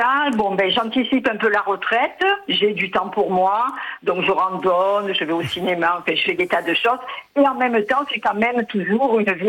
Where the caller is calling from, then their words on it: Marseille, Provence-Alpes-Côte d'Azur, France; J'appelle de Marseille